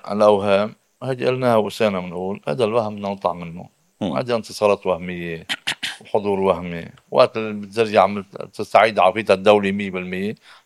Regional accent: Lebanon; فنحن كمواطن كلبناني أنا ما بقى كطائفة سنية ما بحكي، بحكي كمواطن لبناني

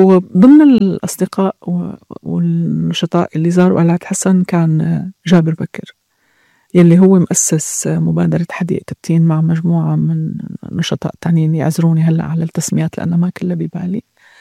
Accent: Syria; ما لازم نحن نشوف بعضنا كلنا كسوريين.

